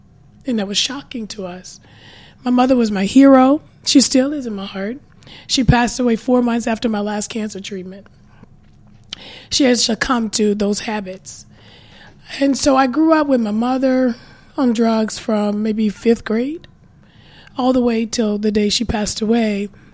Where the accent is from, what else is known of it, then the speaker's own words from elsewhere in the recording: Little Rock, Arkansas, United States; moved away as an adult; also born or lived in Alaska; So I grew up in Hollingcourt Projects off 12th Street back in the 80s and 90s.